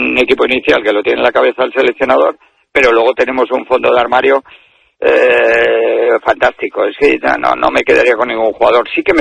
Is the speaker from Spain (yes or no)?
yes; Spain; Lo que sí quiero, que en este partido España, como español que me siento, y yo voy a empujar